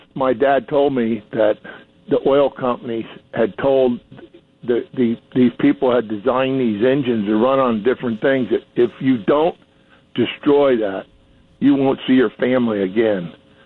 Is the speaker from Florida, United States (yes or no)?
yes; Florida, United States; I grew up in South Florida, and when I was a young man, I'm 75 now, but I remember when I was about 7 or 8 years old, in the Miami Herald